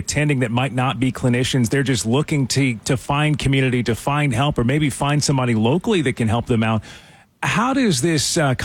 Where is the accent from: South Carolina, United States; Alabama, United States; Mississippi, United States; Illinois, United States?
South Carolina, United States; I grew up in South Carolina, so I'm used to like sunshine and warm weather.